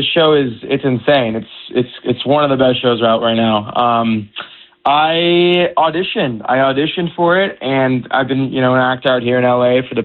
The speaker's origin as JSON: {"language": "English", "country": "United States", "tie": "born there", "first_language": "Persian", "said": "I speak Farsi. I grew up speaking Farsi. My parents are both Iranian, so I was born in America, but they brought me up speaking a language."}